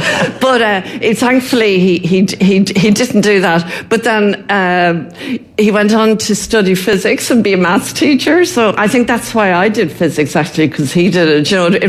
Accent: County Laois, Ireland; you do know I'm from Leash, don't you?

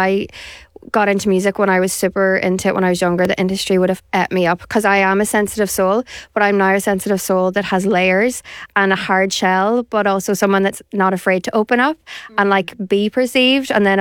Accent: Downings, County Donegal, Ireland; also born or lived in Carrigart; Was born and raised in Downings around all the beaches and stuff, and then I moved up to like near my granddad's house in Carrigart. So I fly the flag for both towns.

